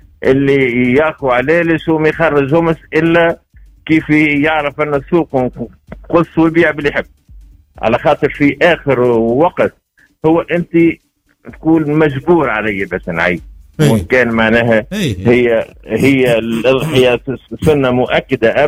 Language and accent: Arabic; Tunisia